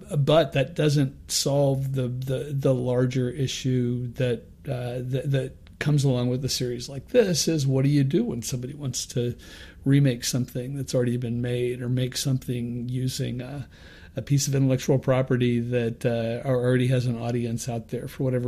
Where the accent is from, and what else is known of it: Wichita, Kansas, United States; born or raised there